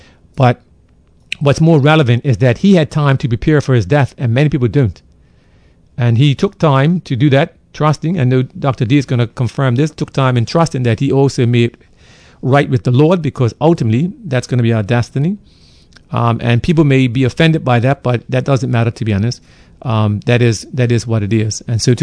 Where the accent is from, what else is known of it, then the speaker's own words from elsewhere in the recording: Bermuda; I was born in Bermuda, but more importantly, I was formed by her people, by your resilience, your warmth, your quiet strength